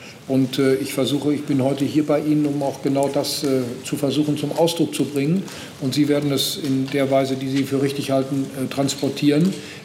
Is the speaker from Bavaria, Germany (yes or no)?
no; North Rhine-Westphalia, Germany; Ich komme aus dem Land Nordrhein-Westfalen.